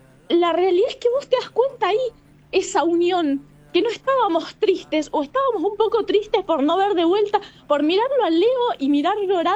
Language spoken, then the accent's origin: Spanish; Argentina; eso es lo que nos identifica como argentinos